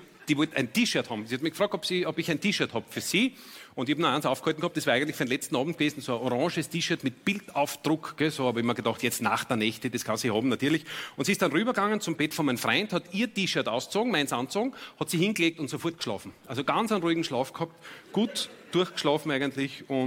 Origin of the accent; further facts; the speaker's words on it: Styria, Austria; Ich komme ja, bin gebürtig aus der Steiermark.